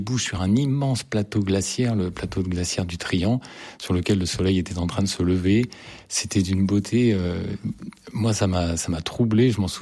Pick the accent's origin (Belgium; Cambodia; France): France; Paris, Île-de-France; born there